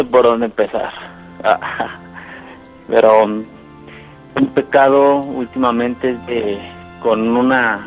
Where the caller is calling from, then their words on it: Mexico City, Mexico; De aquí, de la CDMX.